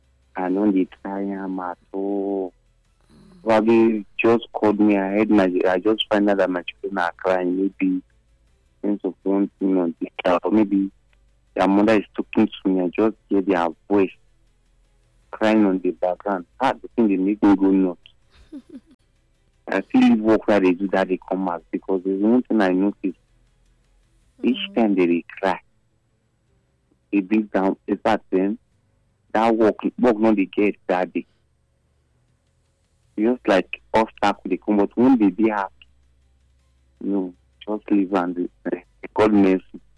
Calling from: Ogida, Edo, Nigeria

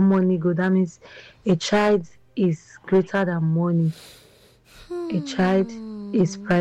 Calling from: Delta, Nigeria; I'm from Delta State.

